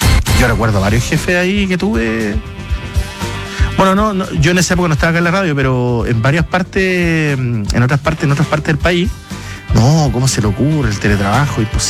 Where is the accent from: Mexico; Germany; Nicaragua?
Nicaragua; Cinco Pinos, Chinandega; Yo también soy oriundo de Cinco Pinos.